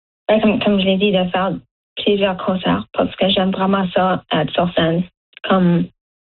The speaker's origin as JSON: {"language": "French", "town": "Dartmouth", "region": "Nova Scotia", "country": "Canada", "said": "Comme, même si je viens pas de Chicago, ben, je viens de Chicago, mais je viens de Dartmouth"}